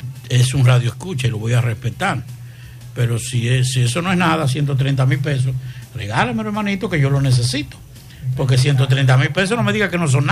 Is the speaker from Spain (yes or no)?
no; Dominican Republic; Yo estoy hablando de mi país, donde yo vivo, donde yo trabajo, porque yo no vivo en Estados Unidos. Yo vivo aquí.